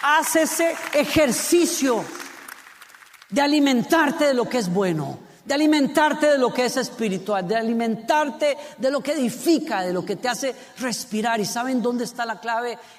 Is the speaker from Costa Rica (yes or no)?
yes; Costa Rica; now in United States; Cuando yo llegué a los Estados Unidos, yo vengo de Costa Rica, para los de ustedes que no saben, Tiquicia, como le decimos allá.